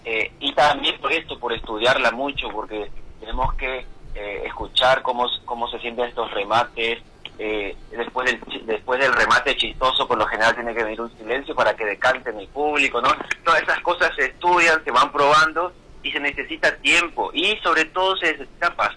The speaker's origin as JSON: {"language": "Spanish", "region": "Corrientes", "country": "Argentina", "said": "nosotros somos de Capital"}